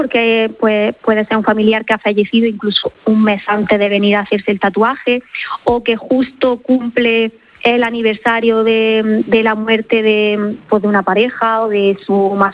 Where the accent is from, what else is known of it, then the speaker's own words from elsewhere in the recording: Almería, Andalusia, Spain; moved away; soy de Almería, aunque llevo muchísimos años aquí, y el mar siempre me ha llamado mucho.